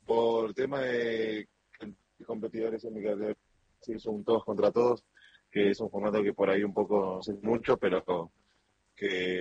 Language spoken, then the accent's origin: Spanish; Buenos Aires, Argentina; Sí, ya estoy de vuelta en Buenos Aires.